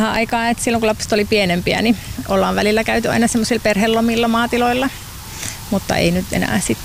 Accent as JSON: {"language": "Finnish", "town": "Pieksämäki", "region": "South Savo", "country": "Finland", "tie": "born or raised there", "lives_now": "Espoo, Finland", "said": "Mä olen itse Pieksämäeltä kotoisin, niin kiva, että täällä on jotain tämmöistä vähän erilaistakin välillä."}